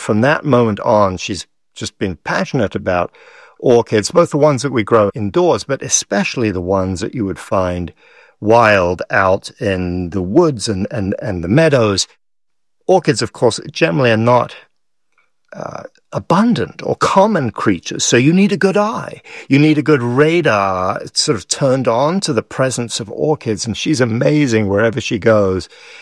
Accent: Paris, Île-de-France, France; I grew up in Paris and near Paris, where stepping on a lawn would get you in trouble, right?

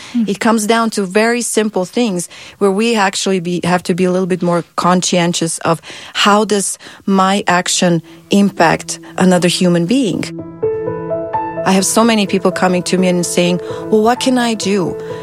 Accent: Republika Srpska, Bosnia & Herzegovina; English is a second language; I was born and raised on the Serbian side.

